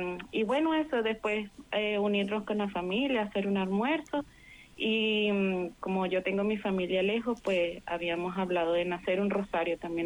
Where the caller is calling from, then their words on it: Santiago, Santiago Metropolitan Region, Chile; Desde Estación Central